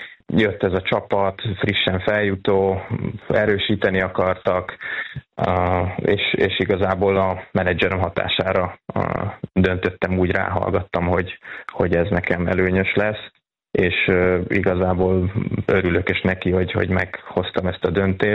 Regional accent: Somogy, Hungary; én is innen Somogyországból kikerülve magyarként megálltam a helyemet ott Romániába.

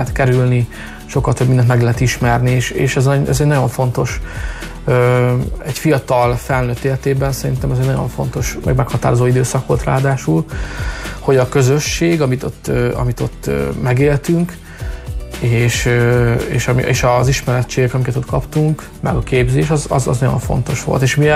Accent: Hungary; én roma származású vagyok, attól még én ugyanúgy magyar vagyok, ugyanúgy szeretem a hazámat

